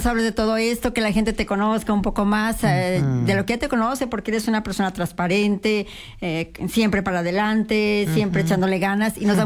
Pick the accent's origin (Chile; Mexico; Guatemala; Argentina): Mexico; Aguascalientes; Fíjate, yo también soy del Encino